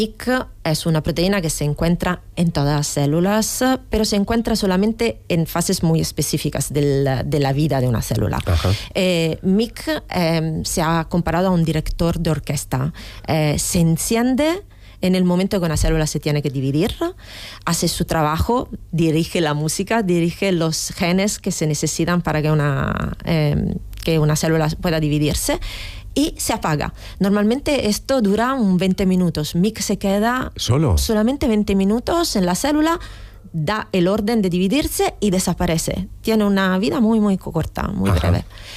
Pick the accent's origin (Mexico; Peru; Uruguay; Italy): Italy; Spanish is a second language; moved away; yo soy italiana, entonces utilizaré ejemplos italianos.